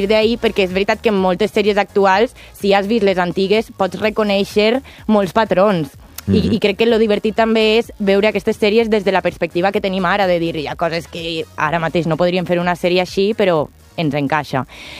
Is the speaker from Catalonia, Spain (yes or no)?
no; Valencia, Valencian Community, Spain; Jo que soc de València